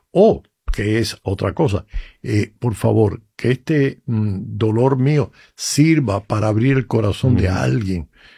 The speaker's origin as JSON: {"language": "Spanish", "country": "Cuba", "moved": "yes", "said": "yo estaba pensando en mi tierra, en Cuba."}